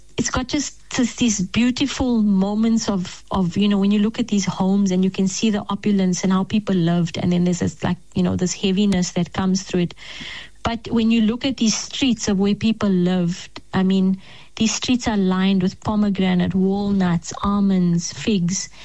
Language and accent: English; South Africa; they'd hear I'm from South Africa.